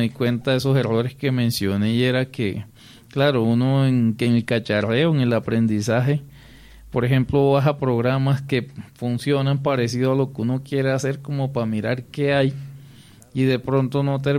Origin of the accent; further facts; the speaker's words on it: Arjona, Bolívar, Colombia; yo soy de Arjona, Bolívar, yo iba desplazándome de Arjona hacia Cartagena para la universidad